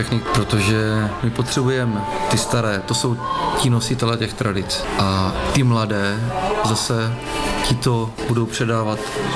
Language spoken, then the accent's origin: Czech; Svatobořice, South Moravian Region, Czechia; jsem ze Svatobořic